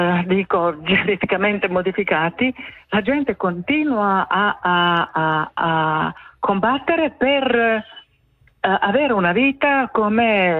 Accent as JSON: {"language": "Italian", "country": "Bosnia & Herzegovina", "tie": "born or raised there", "also_born_or_lived": "Sarajevo", "said": "io sono nata in Jugoslavia, ho vissuto la maggior parte della mia vita in Jugoslavia"}